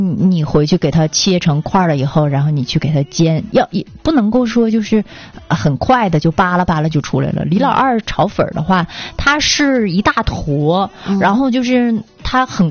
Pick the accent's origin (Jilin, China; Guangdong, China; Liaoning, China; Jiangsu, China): Jilin, China; 我家是吉林的